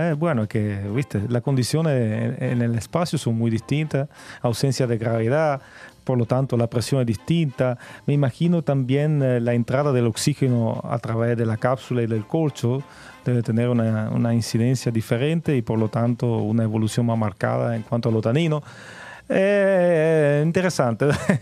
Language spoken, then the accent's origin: Spanish; Italy; moved away as an adult; also born or lived in United States / New Zealand; now in Casablanca, Chile; Es curioso como un italiano tenga tanta inspiración en Francia